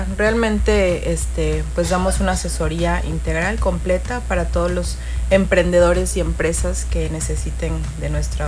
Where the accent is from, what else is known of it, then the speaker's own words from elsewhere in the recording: Mexico; como mexicanos tenemos constitucionalmente derechos